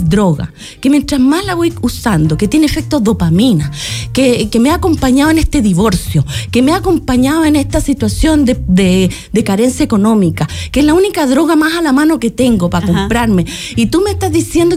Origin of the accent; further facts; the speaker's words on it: Chile; nos es muy difícil como chileno